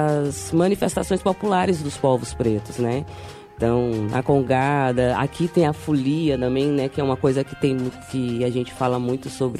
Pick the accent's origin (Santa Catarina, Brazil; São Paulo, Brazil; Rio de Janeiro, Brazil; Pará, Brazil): Pará, Brazil; Belém; also born or lived in Rio Grande do Sul; Eu sou natural do Rio Grande do Sul e passei a minha infância em Belém do Pará, a primeira infância.